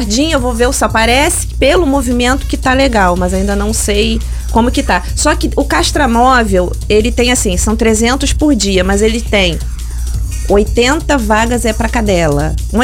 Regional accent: Cabo Frio, Rio de Janeiro, Brazil; O meu nicho, eu sou de Cabo Frio.

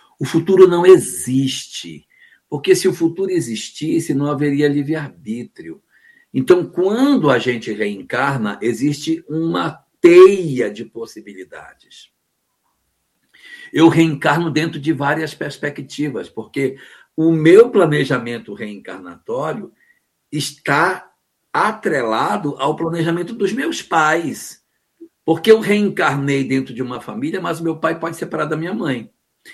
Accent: Macapá, Amapá, Brazil; born there; also born or lived in Porto Velho; Eu nasci em Macapá e fui para Porto Velho. Mas é Brasil do mesmo jeito.

